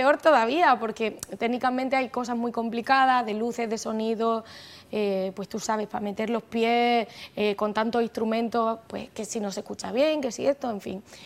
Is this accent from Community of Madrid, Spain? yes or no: no; Region of Murcia, Spain; hemos hecho Murcia, mi tierra querida